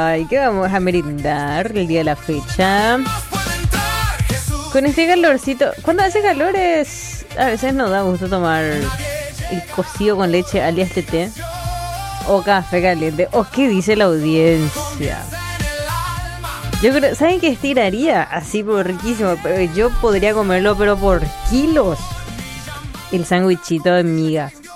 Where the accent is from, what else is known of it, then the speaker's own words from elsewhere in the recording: Paraguay; el paraguayo habla yopará. Difícilmente alguien habla guaraní puro, a menos que seas profe guaraní. Nosotros sabemos yocor.